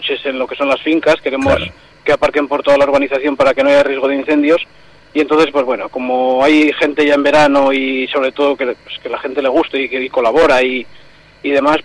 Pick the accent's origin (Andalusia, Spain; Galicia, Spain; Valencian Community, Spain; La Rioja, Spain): La Rioja, Spain; El Rasillo de Cameros; los que somos de aquí del Rasillo